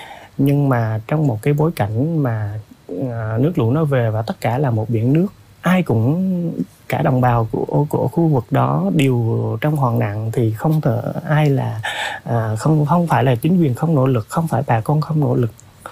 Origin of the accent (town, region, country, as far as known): Hòa Thịnh, Đắk Lắk, Vietnam; born or raised there